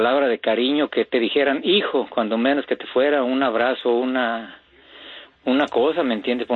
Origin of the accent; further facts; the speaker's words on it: Degollado, Jalisco, Mexico; pues yo soy ahí de Degollado.